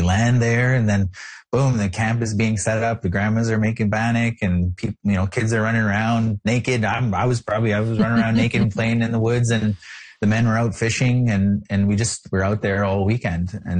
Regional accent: Toronto, Ontario, Canada; born there; I was born in Toronto, you know, but I grew up in community.

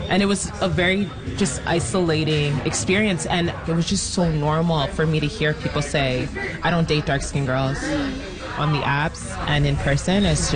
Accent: Toronto, Ontario, Canada; So growing up in Toronto

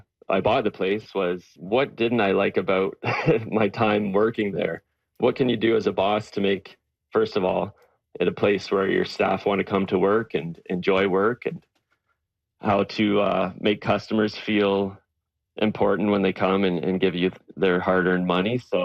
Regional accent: Flesherton, Ontario, Canada; also born or lived in Ottawa; I grew up on a 100-acre farm just outside of Flesherton, Ontario. For high school, my family moved to Ottawa.

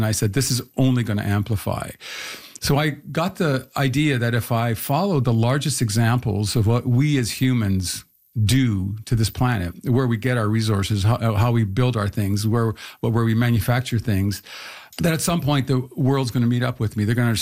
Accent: St. Catharines, Ontario, Canada; born there; I was born in St. Catharines, and I used to go fishing with my father

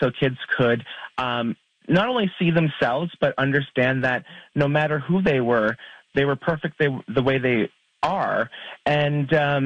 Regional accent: Kingsville, Ontario, Canada; moved away; growing up in Essex County, in Kingsville, in the what the kids now are calling the late 1900s, the 80s and the 90s

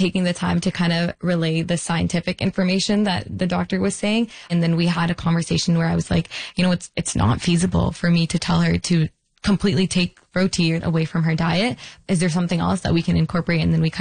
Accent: Peel, Ontario, Canada; growing up in Peel, I've seen the need.

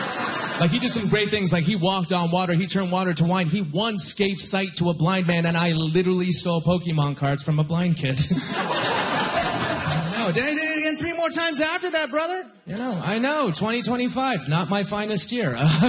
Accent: Halifax, Nova Scotia, Canada; But I grew up here my whole life in Nova Scotia. Halifax, Nova Scotia. I grew up in Halifax, Nova Scotia. I grew up here my whole life.

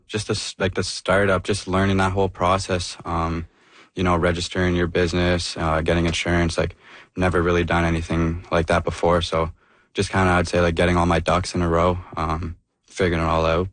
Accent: Ottawa, Ontario, Canada; A young local kid, like I'm from Stittsville.

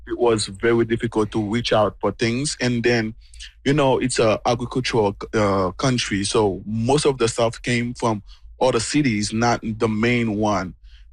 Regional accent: Port-au-Prince, Ouest, Haiti; moved away as an adult; I was born in Port-au-Prince. My whole life was in Port-au-Prince. So I know nowhere else besides Port-au-Prince.

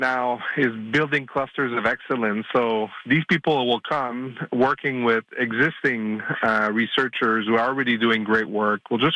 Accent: Canada; gives me a lot of pride as a Canadian.

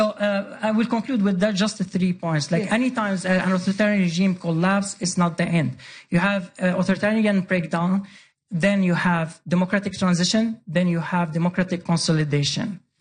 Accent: Sweden; I grew up in Sweden.

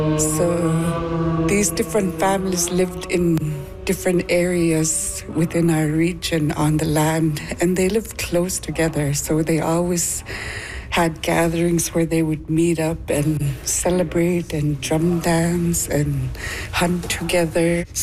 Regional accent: Ulukhaktok, Northwest Territories, Canada; now in Cambridge Bay, Canada; I'm originally from Ulukaktok, Northwest Territories. I've been living here in Cambridge Bay for 27 years.

